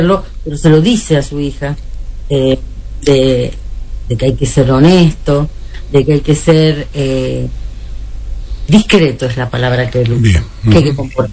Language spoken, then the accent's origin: Spanish; Argentina